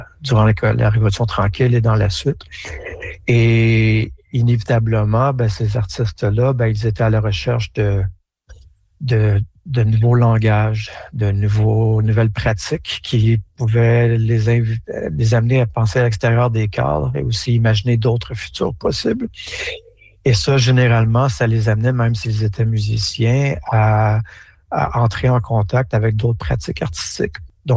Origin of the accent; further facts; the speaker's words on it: Montreal, Quebec, Canada; moved away as an adult; now in Ontario, Canada; je suis de Montréal et dans ma jeunesse et même... à travers jusqu'à temps que je quitte Montréal pour m'installer en Ontario